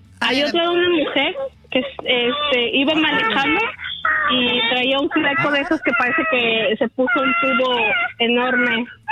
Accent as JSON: {"language": "Spanish", "region": "Mexico City", "country": "Mexico", "tie": "born or raised there"}